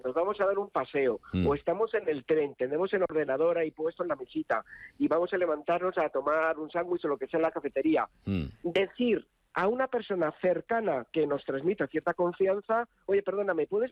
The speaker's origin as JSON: {"language": "Spanish", "country": "Spain"}